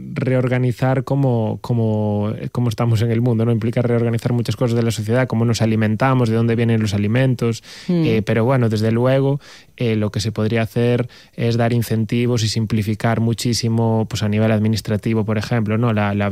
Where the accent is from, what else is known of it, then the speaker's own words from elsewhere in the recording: Baio, Galicia, Spain; yo soy de un pueblo que es Baio, la Costa de la Morte, en la otra punta de Galicia